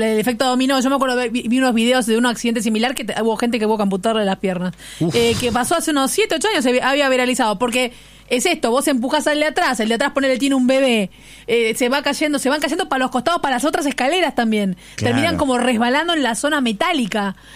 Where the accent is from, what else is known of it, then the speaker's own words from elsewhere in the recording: Buenos Aires, Argentina; Yo como persona porteña criada a media cuadra de la estación de Canin y Santa Fe